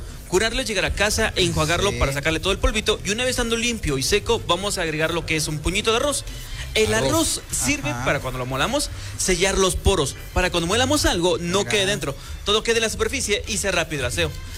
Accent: San Nicolás de los Ranchos, Puebla, Mexico; Bueno, nosotros somos la cultura de las piedras, que somos originarios de San Nicolás de los Ranchos.

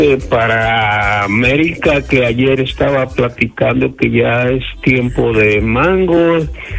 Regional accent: Tlacuilotepec, Puebla, Mexico; moved away; Soy del estado de Puebla, pero del municipio de Tlacuilotepec.

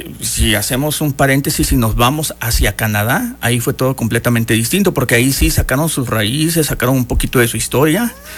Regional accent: Mexico; me gustó más la de México, porque pues soy mexicano.

